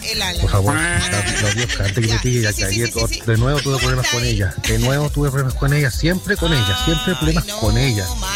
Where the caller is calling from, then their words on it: La Serena, Coquimbo, Chile; de la Serena.